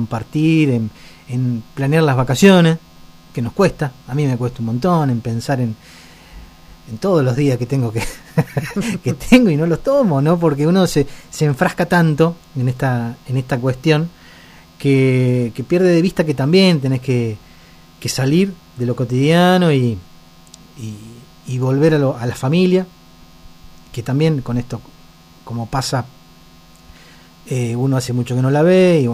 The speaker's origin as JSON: {"language": "Spanish", "region": "Córdoba", "country": "Argentina", "lives_now": "Bariloche, Argentina", "said": "Cuando yo me vine a Bariloche, de Córdoba, mi abuela decía eso"}